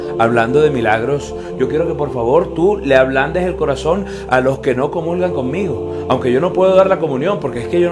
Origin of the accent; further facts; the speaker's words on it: Caribbean Region, Colombia; Tú sabes que yo soy de la costa. Tú sabes que yo soy del Caribe, el perrateo, el basile, la vaina.